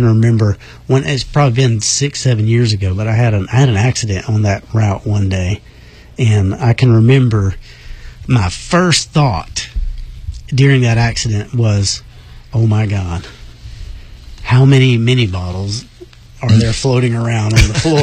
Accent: the South, United States; a lot of us that, you know, were born and raised in the Bible Belt

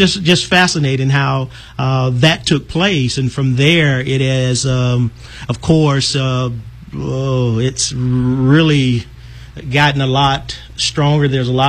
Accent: Atlanta, Georgia, United States; Because I grew up in Atlanta.

